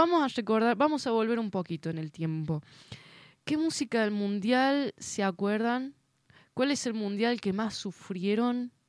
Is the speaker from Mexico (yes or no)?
no; Argentina